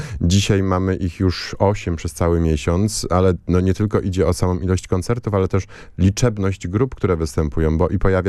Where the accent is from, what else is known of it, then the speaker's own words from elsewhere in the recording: Zielona Góra, Lubusz Voivodeship, Poland; Ja osobiście pochodzę z Zielonej Góry, uwielbiam to miasto